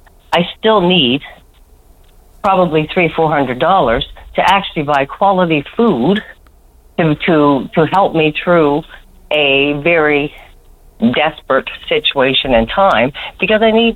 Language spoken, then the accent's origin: English; Newfoundland and Labrador, Canada; now in St. John's, Canada; I'm not from St. John's. I moved here in May 2025, okay, from another area but...